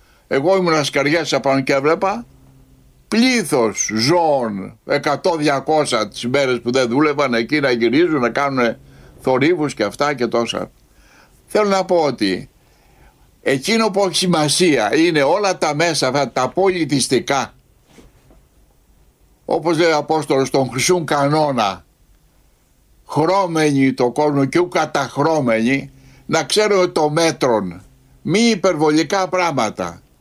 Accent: Greece; ως Έλληνες

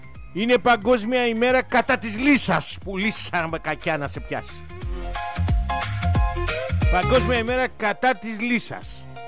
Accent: Nafpaktos, Western Greece, Greece; born there; now in Patras, Greece; Καλημέρα στην Αύπακτο, την γενέτηρά μου, την αρχόντισσα του Κορινθιακού, την πανέμορφη. Καλημέρα στην Αιτωλοακαρνανία, την πατρίδα μου.

